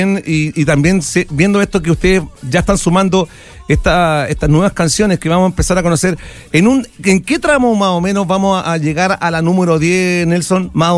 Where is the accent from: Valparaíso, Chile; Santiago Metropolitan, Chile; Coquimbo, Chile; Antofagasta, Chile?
Valparaíso, Chile; Quintero; yo soy de Quintero, igual que Yari